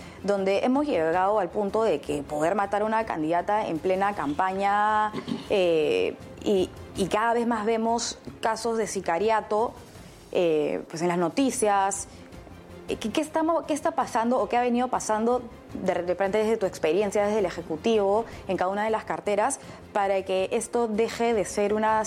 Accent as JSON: {"language": "Spanish", "country": "Peru"}